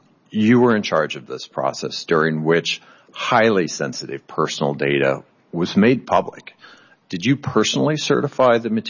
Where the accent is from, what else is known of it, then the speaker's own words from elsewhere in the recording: New Mexico, United States; at his Zorro Ranch property in my home state of New Mexico.